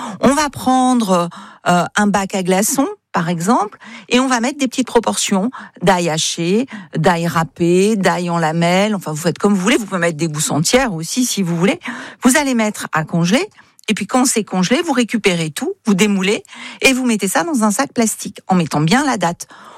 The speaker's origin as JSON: {"language": "French", "region": "Occitanie", "country": "France", "said": "Il faut rappeler qu'en fait, chez nous, en Occitanie, on a 3 eaux remarquables."}